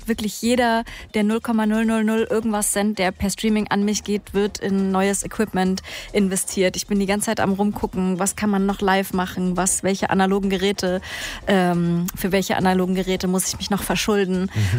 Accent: Saxony, Germany; Da spiele ich auf dem Highfield. Das ist die Ecke, wo ich herkomme.

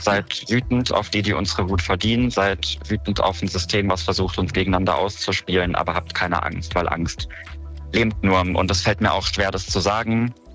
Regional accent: Saxony-Anhalt, Germany; du hast es richtig gesagt, ich komme aus Sachsen-Anhalt

